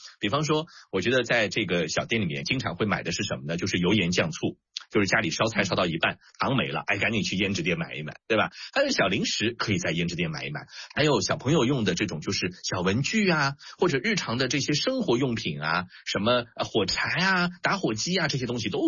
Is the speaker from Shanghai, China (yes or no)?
yes; Shanghai, China; 我们上海人